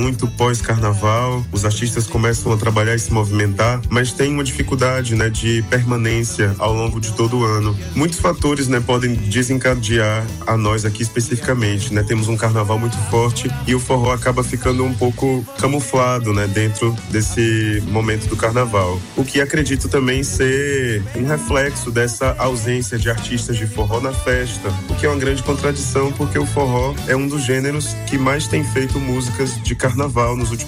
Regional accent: Bahia, Brazil; moved away as an adult; now in Salvador, Brazil; Precisou voltar para o interior para poder me criar junto à minha mãe. Me vejo agora, né, depois nesse pós-pandemia em Salvador

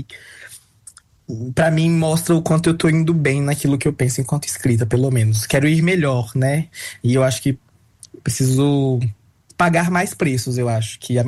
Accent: Brejo do Piauí, Piauí, Brazil; born there; moved away; o lugar onde eu nasci, né, o interior do Piauí. Sou muito apaixonado por como as coisas funcionam na minha terra, né? Eu sou de uma cidade muito pequena no interior do Piauí, chamada Brejo do Piauí.

